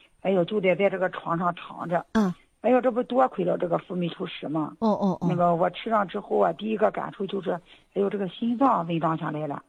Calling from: Shandong, China; 我是山东的。

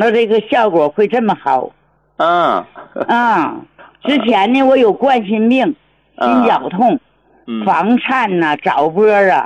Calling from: Jilin, China; 我家是吉林的

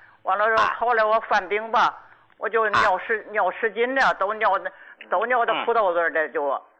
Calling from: Qinhuangdao, Hebei, China; 我是秦皇岛的。

